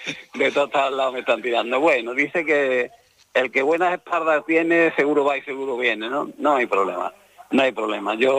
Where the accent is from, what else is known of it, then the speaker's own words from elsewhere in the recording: Dos Hermanas, Andalusia, Spain; en Dos Hermanas, en mi tierra